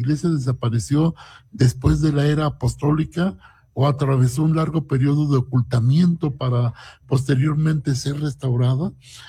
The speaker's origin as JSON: {"language": "Spanish", "country": "Mexico", "said": "Yo creo que como mexicanos nos sentimos orgullosos"}